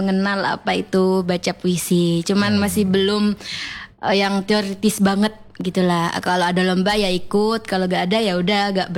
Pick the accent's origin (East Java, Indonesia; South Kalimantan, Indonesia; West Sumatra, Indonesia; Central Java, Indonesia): East Java, Indonesia; Sumenep; Iya, pastinya dari Sumenep. Kebetulan desa saya itu desa Pakandangan Sangra, Mbak.